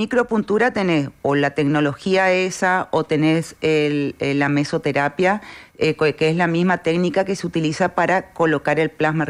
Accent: Argentina; moved away as an adult; now in Paraguay; yo soy argentina, yo vine en el 2001

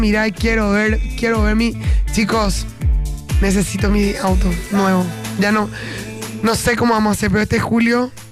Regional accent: Paraguay; como paraguayos hay cosas que ya no vamos a tolerar.

